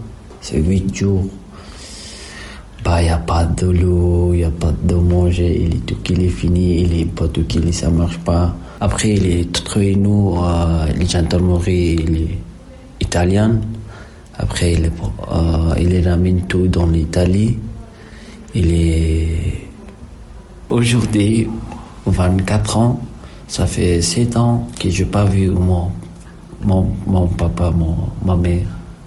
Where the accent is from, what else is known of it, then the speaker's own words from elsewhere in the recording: Iran; French is a second language; moved away; d'argent, je suis sorti à Iran. Entrer dans la Turquie, dans la montagne, tu vois.